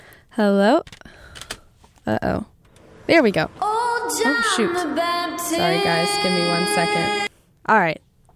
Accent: Durango, Colorado, United States; my hometown Durango, because it's such a beautiful place and it's very relaxing and just wonderful

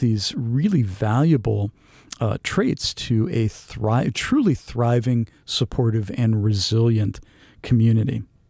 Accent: Lincoln Park, Michigan, United States; I grew up, I should highlight that I grew up five blocks away from the Sears in Lincoln Park, right? The massive shopping complex that was super important to downriver economy.

